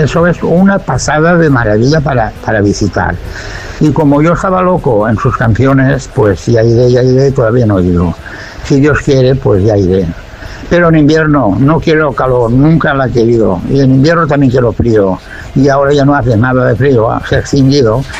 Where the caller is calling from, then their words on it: Cullera, Valencian Community, Spain; de Cullera.